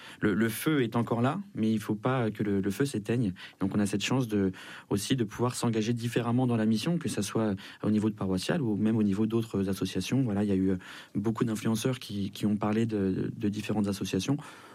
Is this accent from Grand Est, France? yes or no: no; Argenteuil, Île-de-France, France; Moi, je suis d'Argenteuil, on a la Sainte Tunique du Christ à Argenteuil.